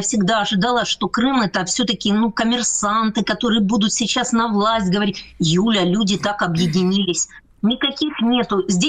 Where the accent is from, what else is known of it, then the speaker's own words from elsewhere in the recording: Donetsk, Donetsk Oblast, Ukraine; moved away; Это я как дончанка